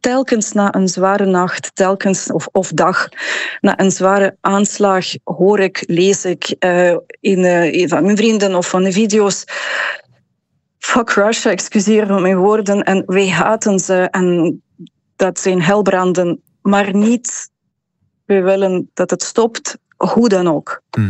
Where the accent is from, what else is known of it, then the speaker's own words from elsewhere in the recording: Ukraine; now in Belgium; En ik ben zelf een Oekraïense, inderdaad, ben al lang hier, maar met mijn vrienden daar, ik weet niet hoe zij dat doen.